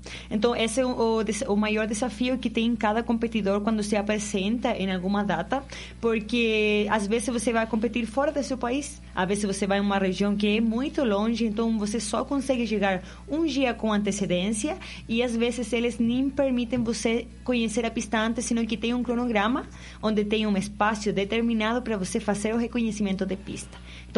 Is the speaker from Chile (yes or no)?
yes; Curicó, Maule, Chile; Portuguese is a second language; Eu sou de Curicó. Sou atleta curicana. É uma região a 2 horas do Santiago, mais para o sul do Chile. É a 7ª região. Região do vinho, de agricultura, de frutas.